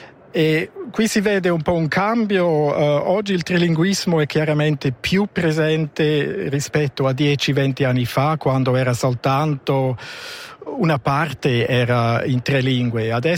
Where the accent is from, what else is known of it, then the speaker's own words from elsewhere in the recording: Graubünden, Switzerland; first language rm; Italian is a second language; Dunque la mia lingua madre è il romancio, poi a scuola ho imparato il tedesco, il francese e ho anche fatto un soggiorno linguistico e ho imparato un po' l'italiano.